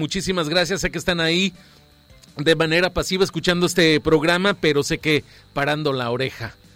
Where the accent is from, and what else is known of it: Mexico